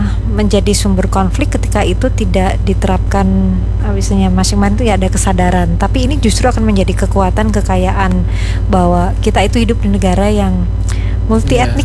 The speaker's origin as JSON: {"language": "Indonesian", "region": "Java", "country": "Indonesia", "said": "kita itu punya jati diri yang apa ya, kalau sebagai orang Jawa"}